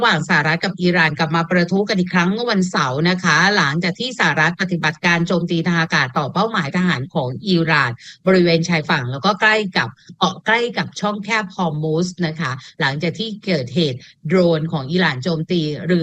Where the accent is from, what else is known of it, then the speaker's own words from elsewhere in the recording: Nonthaburi, Thailand; ดิฉันเป็นคนนนทบุรี